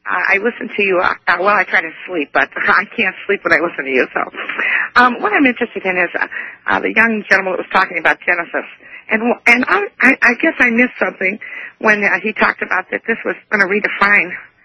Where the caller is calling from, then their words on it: Ohio, United States; I'm from Ohio.